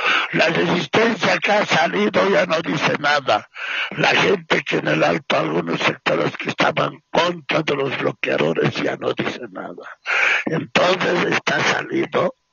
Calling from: La Paz, Bolivia; de la zona de Llojeta.

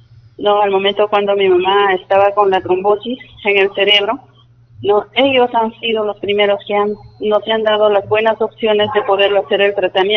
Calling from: Chinchao District, Huánuco, Peru; Nosotros venimos del distrito de Chinchao.

